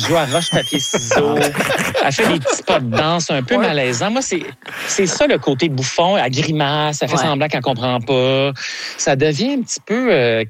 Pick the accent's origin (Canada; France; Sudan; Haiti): Canada; Quebec; on l'aime, on est Québécois, on veut qu'elle réussisse.